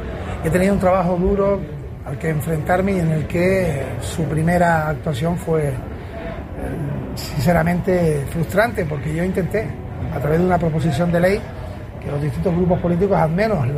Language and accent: Spanish; Canary Islands, Spain; born there; en el que venimos de un lugar también como es también Canarias, mi lugar de nacimiento, donde vivo